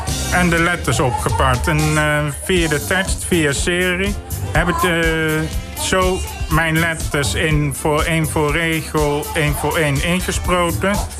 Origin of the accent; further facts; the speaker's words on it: Veghel, North Brabant, Netherlands; born there; now in Maelsbeek, Netherlands; Ik kom oorspronkelijk uit Veghel-Brabant.